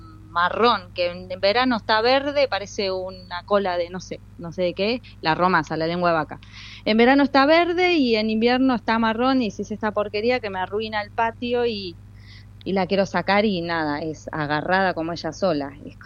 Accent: La Plata, Buenos Aires Province, Argentina; moved away as an adult; now in Tierra del Fuego, Argentina; Yo soy platense, hace 5 años vivo acá

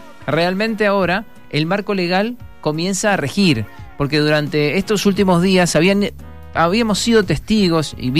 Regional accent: Guaymallén, Mendoza, Argentina; yo soy de Guaymallén

